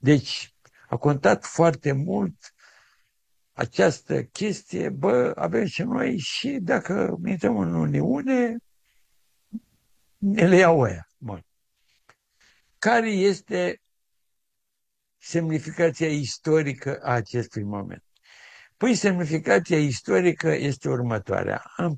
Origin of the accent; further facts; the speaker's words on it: Romania; mi-e și rușine că sunt român